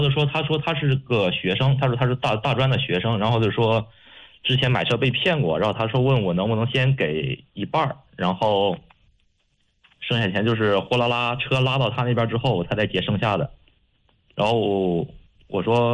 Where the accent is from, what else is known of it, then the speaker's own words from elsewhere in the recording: Gaocheng, Hebei, China; 我是藁城这边。